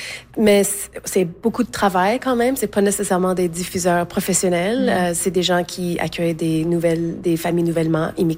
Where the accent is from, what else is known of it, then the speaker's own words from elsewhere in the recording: Saskatchewan, Canada; même si je viens de la Saskatchewan